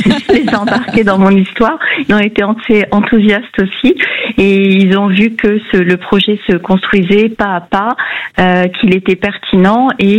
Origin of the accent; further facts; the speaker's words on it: Cotignac, Provence-Alpes-Côte d'Azur, France; also born or lived in Brest, France; now in Séné, France; Bretonne d'origine, née à Brest, et j'ai passé mon enfance pas très loin de chez vous, du côté de Cotignac, qui est connu maintenant pour d'autres raisons, mais un petit village.